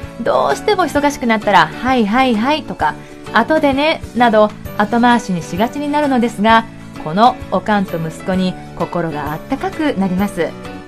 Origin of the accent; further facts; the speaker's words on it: Kansai, Japan; accent: Kansai dialect; 関西人としてとても嬉しく